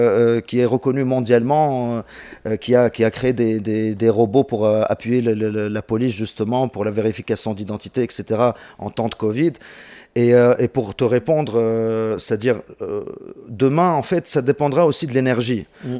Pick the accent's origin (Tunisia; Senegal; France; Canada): Tunisia; Donc j'espère aujourd'hui qu'on pourra leur donner des challenges chez nous en Tunisie